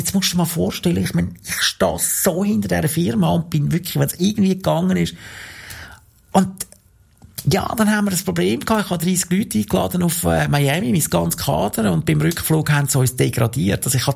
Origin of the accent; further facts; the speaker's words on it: Switzerland; weil ich bin ein Schweizer